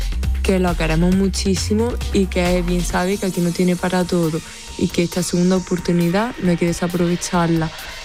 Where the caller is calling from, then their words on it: Jaén, Andalusia, Spain; Aquí de Vejija, Jaén